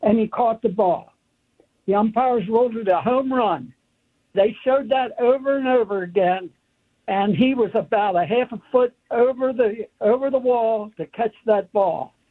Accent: Baltimore, Maryland, United States; Hey, I'm from Baltimore, so I'm an Oriole fan.

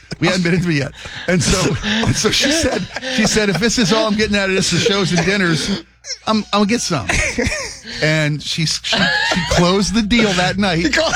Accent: Baltimore, Maryland, United States; accent: Baltimore; When I moved here, I had a very Balmer accent. I hadn't quite learned to ditch my Balmer accent yet, right?

